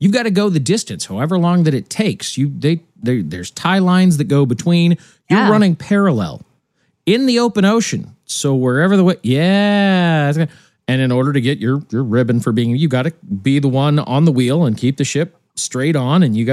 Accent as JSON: {"language": "English", "country": "United States", "said": "as an American, but also as a veteran"}